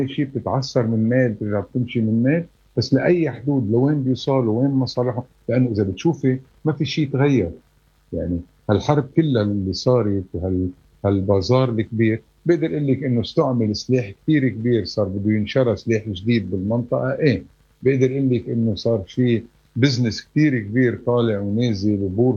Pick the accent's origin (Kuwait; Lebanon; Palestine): Lebanon; بين بعضنا كلبنانيين.